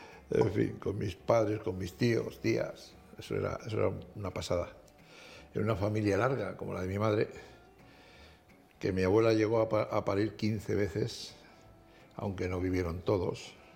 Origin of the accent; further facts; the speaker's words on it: Portugalete, Basque Country, Spain; also born or lived in Salamanca, Spain / Bilbao, Spain; aunque nací en Salamanca, me crié en Bilbao, y bueno, más en Bilbao, siendo niño, en Portugalete. De hecho, yo tomé la primera comunión en Portugalete.